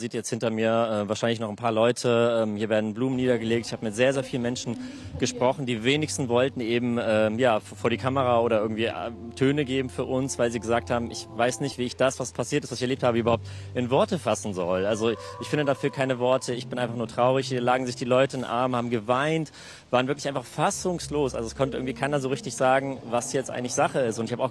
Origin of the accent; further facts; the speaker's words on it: Cologne, North Rhine-Westphalia, Germany; ich war letztes Jahr beim CSD in Köln, wo ich herkomme eben.